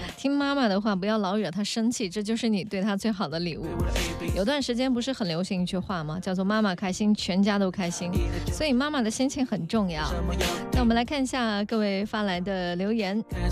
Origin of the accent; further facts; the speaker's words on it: China; 我们中国人